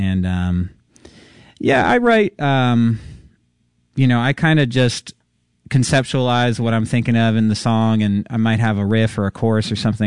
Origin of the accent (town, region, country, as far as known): New Jersey, United States; born or raised there; now in Nashville, United States